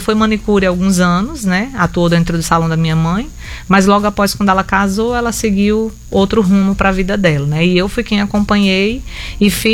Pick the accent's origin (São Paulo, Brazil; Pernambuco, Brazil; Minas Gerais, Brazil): São Paulo, Brazil; born there; moved away; eu nasci em São Paulo, eu e minha irmã.